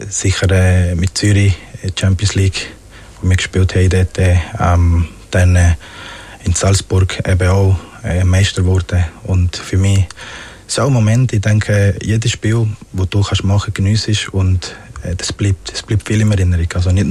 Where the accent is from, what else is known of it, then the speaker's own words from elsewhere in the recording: Magdalena, Colombia; now in Switzerland; ich bin auch ganz am Strand mit meinen Grosseltern aufgewachsen, in Parque Tayrona heisst es.